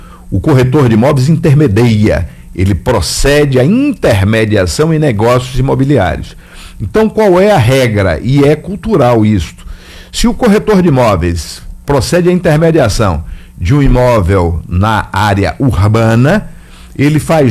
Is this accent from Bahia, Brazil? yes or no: yes; Rui Barbosa, Bahia, Brazil; now in Salvador, Brazil; Rui Barbosa, minha cidade natal